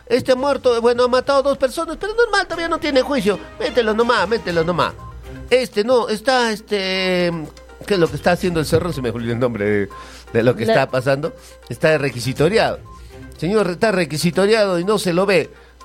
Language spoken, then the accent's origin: Spanish; Peru; moved away; Que me han hecho vivir y recordar a mi lindo Perú.